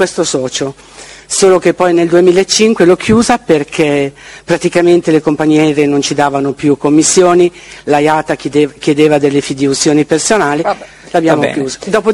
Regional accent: Stresa, Piedmont, Italy; born there; Sono nata a Stresa il 13 ottobre 1958.

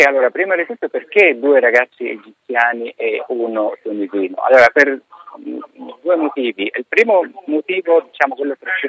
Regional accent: Egypt; Italian is a second language; non perché sono egiziano, perché non perché io sono egiziano, ma perché veramente il numero più alto dei ragazzi viene proprio dall'Egitto.

